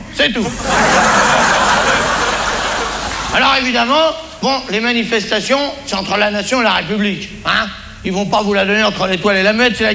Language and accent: French; France